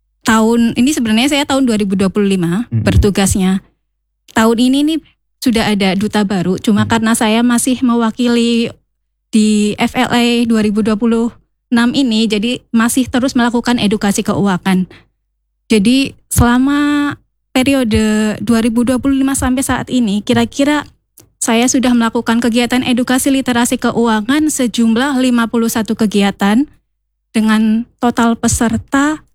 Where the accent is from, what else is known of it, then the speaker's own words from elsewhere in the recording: Banjarnegara, Central Java, Indonesia; saya ini lahir di desa ya. Saya aslinya Banjarnegara.